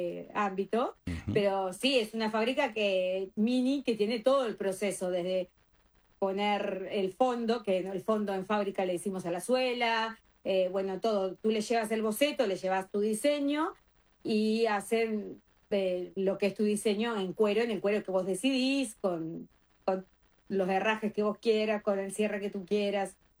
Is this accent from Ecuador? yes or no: no; Cardona, Soriano, Uruguay; moved away as an adult; now in Playa Fomento, Uruguay; nací en Cardona, bueno, y me fui a vivir a Colonia La Rañada. O sea, viví en Colonia La Rañada toda la vida. Fui a la escuela y al liceo público ahí en Cardona. Y hoy en día vivo en Playa Fomento, que es cerca de Nueva Helvecia, para los que nos conocen, que es aquí en el departamento de Colonia.